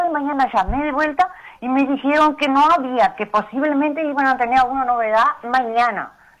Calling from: Curtina, Tacuarembó, Uruguay; Yo llamo, estoy llamando desde Curtina.

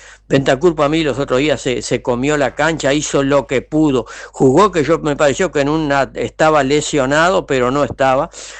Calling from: Uruguay; Los uruguayos estábamos ilusionados con la selección

